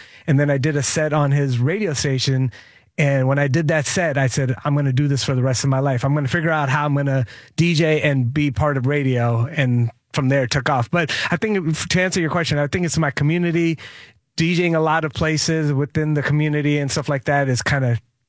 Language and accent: English; Pakistan; like being Pakistani and in the hip hop scene, there wasn't many, still isn't many.